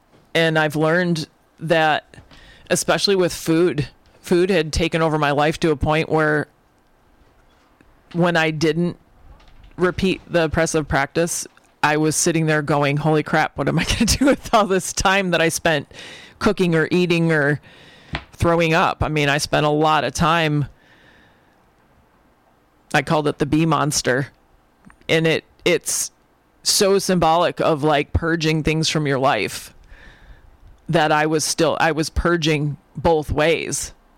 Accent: Michigan, United States; but I grew up in Michigan, and after being in Miami and New Zealand, it was like, do I really want to go bac

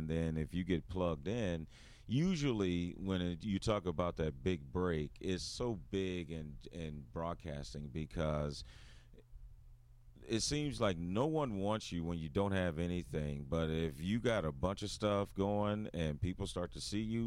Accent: East St. Louis, Illinois, United States; moved away as an adult; also born or lived in Des Moines, Iowa / Minnesota; being from nearby East St. Louis, got an opportunity for my hometown people to see me on TV.

